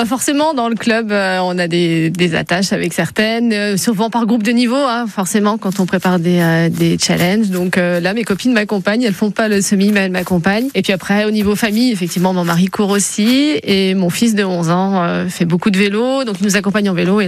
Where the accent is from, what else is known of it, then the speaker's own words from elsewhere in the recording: Grand Est, France; je suis de Vosges et ma passion, c'est le sport.